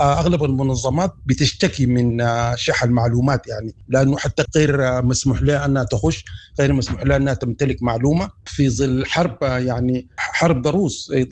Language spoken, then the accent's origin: Arabic; Sudan; كسودانيين